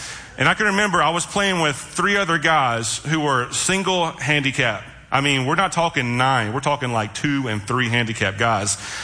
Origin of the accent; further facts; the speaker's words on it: Memphis, Tennessee, United States; moved away as an adult; now in Marysville, United States; When I was born and raised in Memphis, we moved here in 2008 to plant a church out in Marysville.